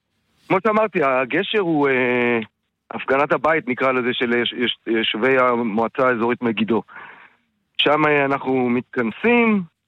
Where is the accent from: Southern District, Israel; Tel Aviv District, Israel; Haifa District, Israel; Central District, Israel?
Haifa District, Israel; Kibbutz Dalia; אני מקיבוץ דליה.